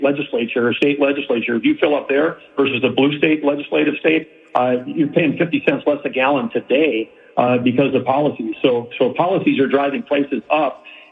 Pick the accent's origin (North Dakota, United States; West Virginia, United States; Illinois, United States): North Dakota, United States; And now they produce one tenth of what what gets produced out of my home state of North Dakota.